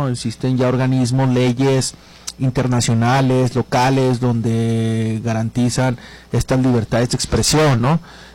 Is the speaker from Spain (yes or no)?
no; Mexico; Y como mexicanos pues vemos una sociedad clasista